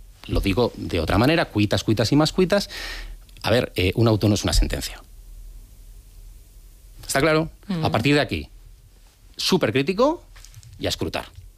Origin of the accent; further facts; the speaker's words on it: San Sebastián, Basque Country, Spain; now in Madrid, Spain; yo cuando llegué de Donosti a Madrid